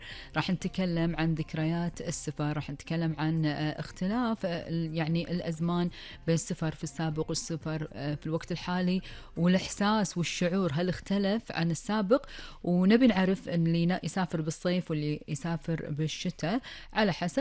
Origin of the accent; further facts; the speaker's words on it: Kuwait; فقرة أخبار ديرتنا الحبيبة الكويت وآخر المستجدات.